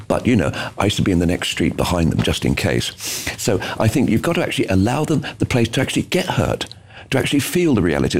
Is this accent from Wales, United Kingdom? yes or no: no; London, United Kingdom; I'm sorry, don't forget, I was brought up in West London. In 1958, we had a major riot.